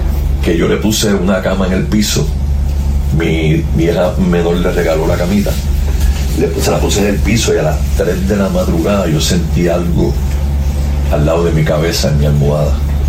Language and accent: Spanish; San Juan, Puerto Rico; yo me acababa de mudar a donde yo vivo ahora temporalmente, que es al lado de mi madre, donde yo me crié en Puerto Nuevo